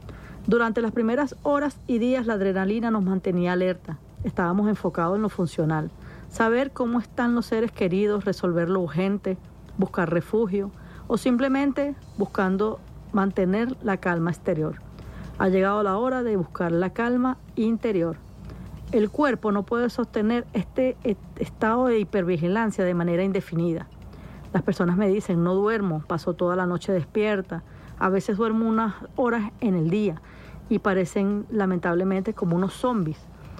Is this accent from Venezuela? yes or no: yes; Venezuela; somos hermanos, somos venezolanos.